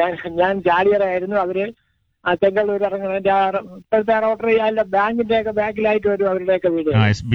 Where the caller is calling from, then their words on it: Mundela, Kerala, India; ഞാൻ മുണ്ടേല.